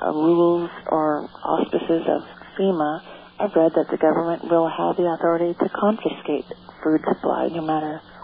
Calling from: Ventura, California, United States; I'm calling from Ventura.

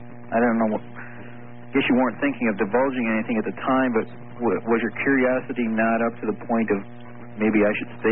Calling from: Cleveland, Ohio, United States; I'm calling from Cleveland, by the way.

